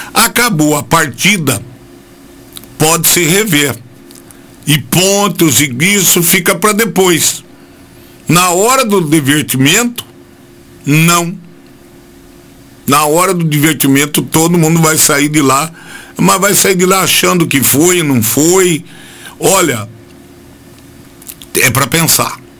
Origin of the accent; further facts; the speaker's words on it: Brazil